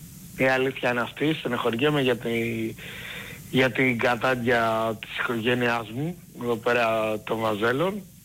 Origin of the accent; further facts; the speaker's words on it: Velvento, Western Macedonia, Greece; Βελβέντο.